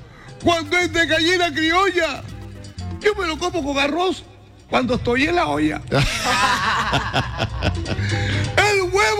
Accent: Barranquilla, Atlántico, Colombia; Este verso es muy sincero. Y lo grito como barranquillero.

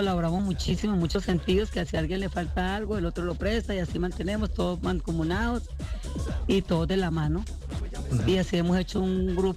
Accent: Chaparral, Tolima, Colombia

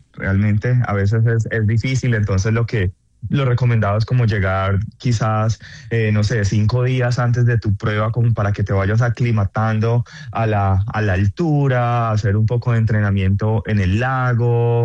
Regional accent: Colombia; moved away; Bueno, yo en el 2021 tuve que salir de Colombia por amenaz

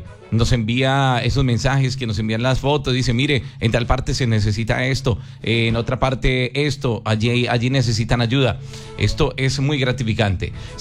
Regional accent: Marmato, Caldas, Colombia; Soy de Marmato Caldas, pero tengo familia en Río Sucio.

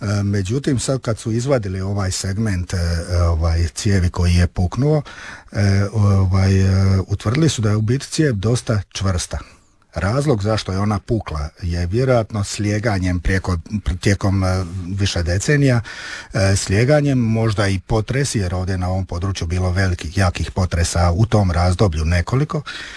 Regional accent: Vrpolje, Brod-Posavina County, Croatia; Ja to područje poznajem jer ja sam iz Vrpolja pa poznajem područje, to spada pod Vrpolje.

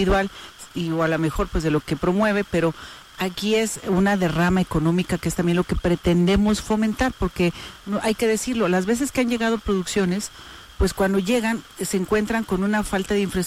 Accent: Oaxaca, Mexico; como oaxaqueños nosotros tengamos la certeza de que se tiene que ocupar nuestro talento

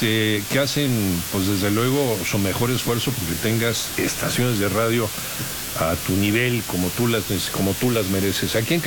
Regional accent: Cancún, Quintana Roo, Mexico; Los escucha en Cancún, sí. Ay, mi tierra, cómo no.

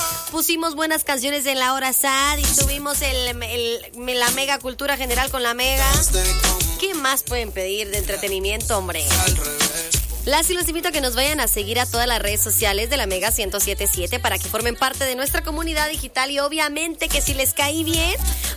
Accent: Guatemala; uno como Chapín es chute

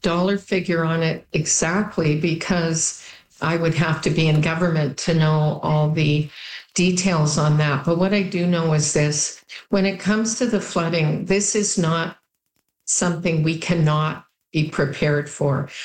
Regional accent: Nanaimo, British Columbia, Canada; moved away; also born or lived in Ladysmith; I grew up in Ladysmith and Nanaimo on Vancouver Island. Very similar backgrounds, forestry industry, small businesses, things like that.

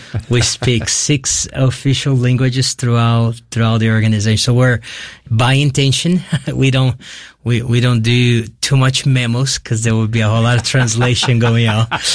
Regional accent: Brazil; English is a second language; Well, I grew up in Brazil, as a Brazilian, you hear about Christ, you have the big Christ in Rio

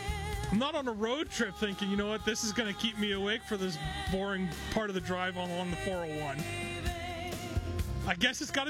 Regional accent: Canada; we're Canadian

